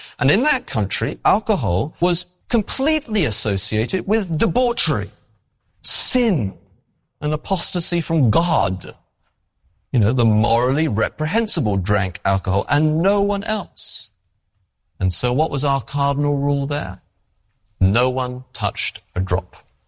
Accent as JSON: {"language": "English", "region": "England", "country": "United Kingdom", "moved": "as an adult", "lives_now": "New England, United States", "said": "No, I'm English."}